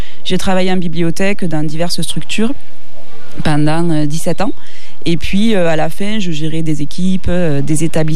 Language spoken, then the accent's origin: French; Saint-Laurent-des-Gouzes, Occitanie, France; Alors moi, je suis originaire de Saint-Laurent-des-Gouzes, c'est pour ça, d'où mon accent.